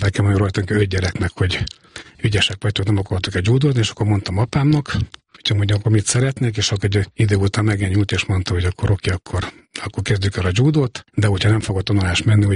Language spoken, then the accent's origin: Hungarian; Miskolc, Borsod-Abaúj-Zemplén, Hungary; born there; Miskolcon születtem 1965-ben